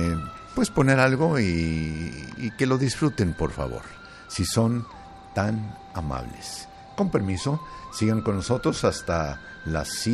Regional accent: Zacatecas, Mexico; moved away

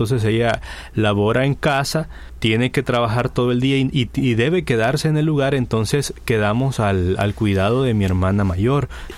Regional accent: San Salvador, El Salvador; also born or lived in Usulután; Nací en el oriente de nuestro país, El Salvador. Nací en Usulután.

